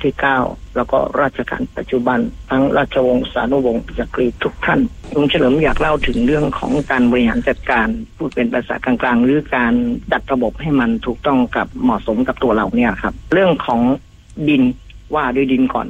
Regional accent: Phichit, Thailand; born there; now in Bueng Samakkhi, Thailand; เกิดที่จังหวัดพิจิตรแต่ว่าณปัจจุบันเนี่ยยึดที่นี้ว่าสถานบ้านช่องบ้านเลขที่75หมู่3บ้านวัดใหม่ตำบลบึงสามัคคีอำเภอบึงสามัคคีจังหวัดกำแพงเพชร

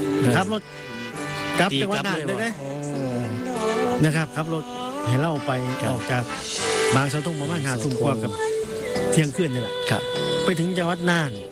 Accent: Thailand; กลับบ้านแน่บ้านเราอยู่จังหวัดน่าน

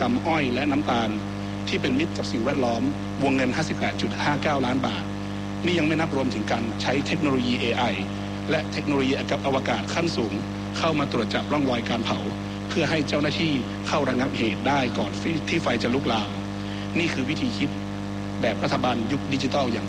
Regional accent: Northern Thailand, Thailand; ผมเองในฐานะคนเหนือส.ส.ภาคเหนือ

